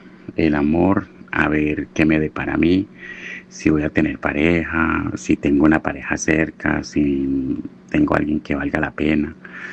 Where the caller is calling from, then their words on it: Barcelona, Catalonia, Spain; Te hablo desde Barcelona.